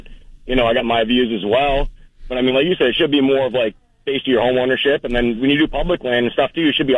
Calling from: Mount Desert Island, Maine, United States; I live here in Maine. I live on Mount Desert Island, actually.

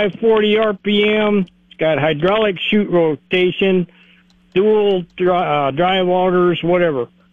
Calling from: Iowa, United States; from Lingrove, Iowa again.

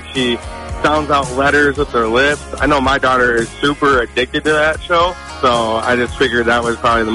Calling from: Gaylord, Michigan, United States; Calling from Gaylord.

